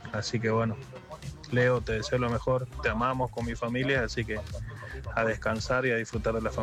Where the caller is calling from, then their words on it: Corrientes, Argentina; les habla … desde Corrientes Capital.